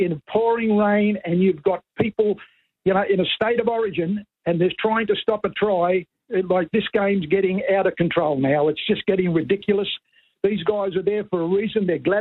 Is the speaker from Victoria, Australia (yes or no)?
no; Sydney, New South Wales, Australia; now in Wellington Point, Australia; I'm from Wellington Point and originally from Sydney.